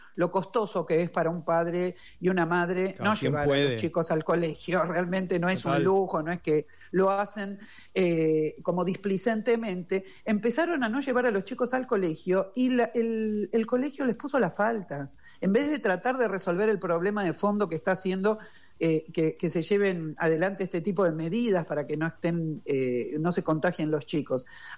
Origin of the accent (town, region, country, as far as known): Buenos Aires, Argentina